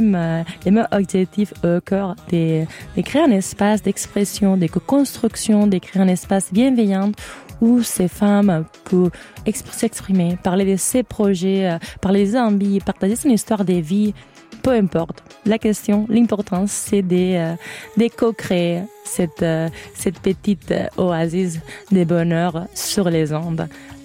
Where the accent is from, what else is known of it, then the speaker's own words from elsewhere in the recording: Valencia, Valencian Community, Spain; Elle vient de Barcelone. Moi, je viens de Valence.